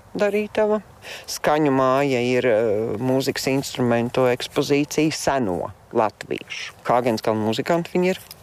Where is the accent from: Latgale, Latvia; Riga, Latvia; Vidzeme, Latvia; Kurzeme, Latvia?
Riga, Latvia; now in Krape, Latvia; ievācāmies laukos 10 gadus atpakaļ, mēs esam rīdzinieki.